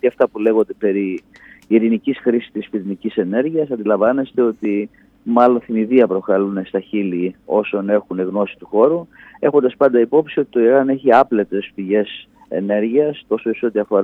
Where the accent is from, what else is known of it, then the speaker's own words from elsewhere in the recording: Greece; ως Έλληνες, ως χώρα